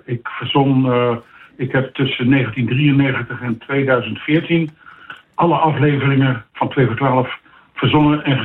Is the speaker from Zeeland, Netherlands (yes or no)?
yes; Vlissingen, Zeeland, Netherlands; born there; now in Westdorpe, Netherlands; ik ben geboren in Vlissingen. En dat is natuurlijk een hele maritieme stad.